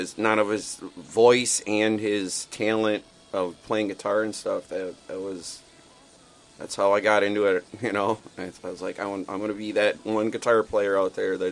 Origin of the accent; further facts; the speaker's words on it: West De Pere, Wisconsin, United States; I'm a native from West De Pere.